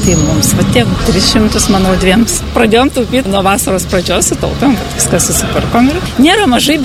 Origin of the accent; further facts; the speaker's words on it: Tauragė, Tauragė County, Lithuania; Mes esame iš Tauragės ir mes kanceliarinės.